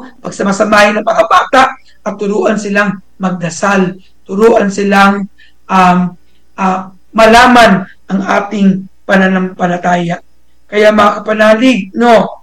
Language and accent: Tagalog; Marilao, Central Luzon, Philippines; Ako po ay taga Marilao.